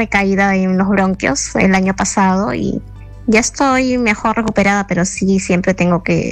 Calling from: Lima, Peru; Estoy acá en Lima, en Surco, en el distrito de Surco.

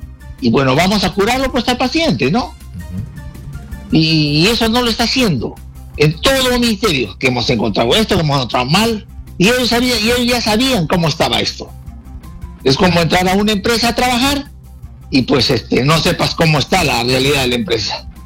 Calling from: Junín, Peru; de Junín.

